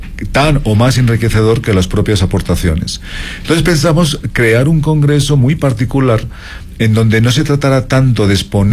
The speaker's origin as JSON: {"language": "Spanish", "town": "Valencia", "region": "Valencian Community", "country": "Spain", "tie": "born or raised there", "said": "No, soy oriundo de Valencia."}